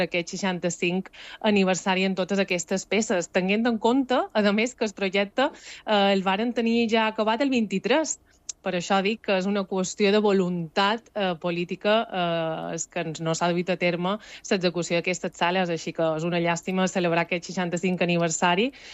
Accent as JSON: {"language": "Catalan", "area": "Mallorca", "region": "Balearic Islands", "country": "Spain", "said": "com a mallorquins"}